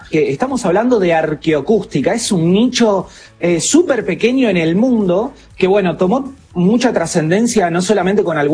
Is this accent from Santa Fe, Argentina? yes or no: yes; Santa Fe, Argentina; yo como santafesino